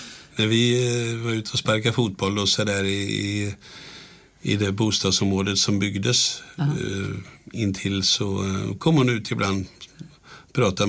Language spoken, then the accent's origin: Swedish; Vimmerby, Kalmar County, Sweden; Ja, det, jag kommer ju, jag är ju född och uppvuxen i Vimmerby.